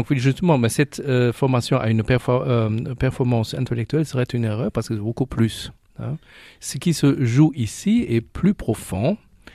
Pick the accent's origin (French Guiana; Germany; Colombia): Germany; moi, en tant qu'Allemand, je ne connaissais pas du tout avant.